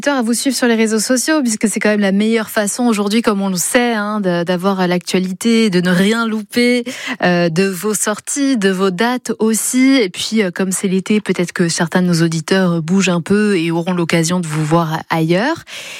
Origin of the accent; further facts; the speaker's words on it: Corsica, France; chez nous en Corse